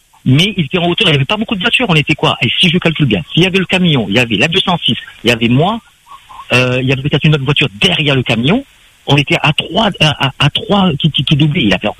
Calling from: Saint-Leu, Réunion; moi j'habite à Saint-Leu

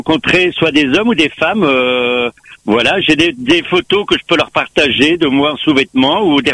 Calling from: Lisieux, Normandy, France; je suis de Lisieux dans le 14.

